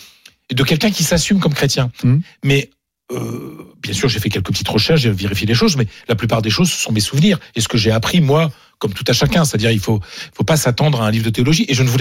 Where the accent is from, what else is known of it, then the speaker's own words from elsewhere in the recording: Hauts-de-France, France; grand-mère, c'est une ch'ti. Donc, elle parlait le patois ch'ti, ce qu'on appelle le picard, parce qu'on est du Pas-de-Calais.